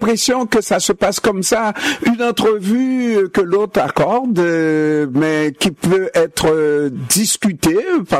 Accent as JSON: {"language": "French", "region": "Quebec", "country": "Canada", "said": "ça fait quand même un bon petit bout de temps que je suis québécois"}